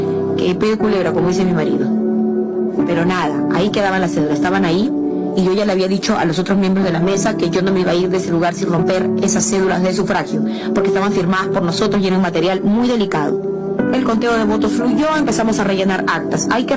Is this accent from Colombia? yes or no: no; Chile; now in Peru; nunca en mi vida he votado, jamás, porque como chilena no estoy obligada a votar